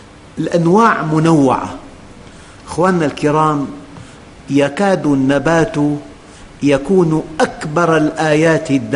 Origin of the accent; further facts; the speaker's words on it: Syria; بلدنا سوريا